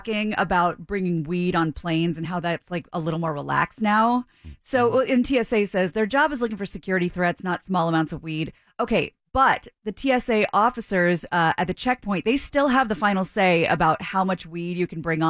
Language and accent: English; Tornado Alley, United States; I agree about tornadoes because, you know, I grew up in Tornado Alley.